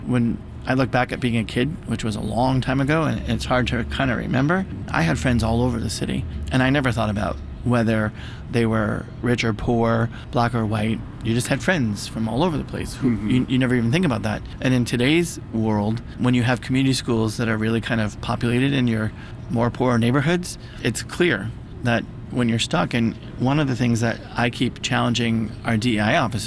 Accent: United States; And I haven't lost sight of the neighborhood I grew up in. I grew up in Morningside. I was the first third grade class into Morningside Community School.

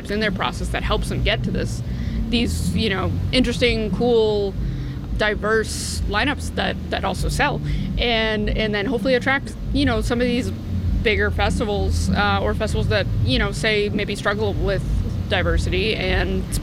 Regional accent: Massachusetts, United States; You know, I'm from Massachusetts, so it was sort of a natural thing.

